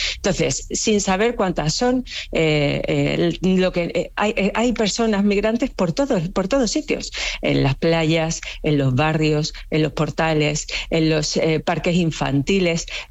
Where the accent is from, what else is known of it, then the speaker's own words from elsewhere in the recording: Ceuta, Spain; yo como española, como ceutí, como europea